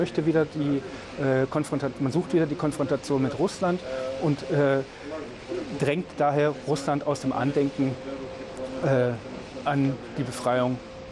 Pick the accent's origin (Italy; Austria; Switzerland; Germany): Germany; ich als Deutscher